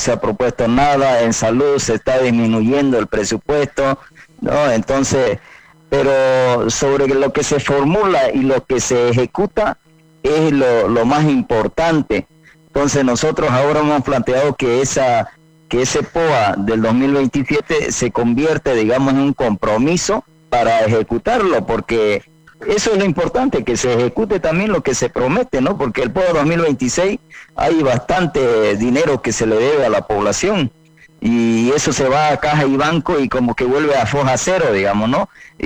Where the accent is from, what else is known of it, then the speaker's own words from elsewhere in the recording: Montero, Santa Cruz, Bolivia; a todos los montereños que somos también cruceños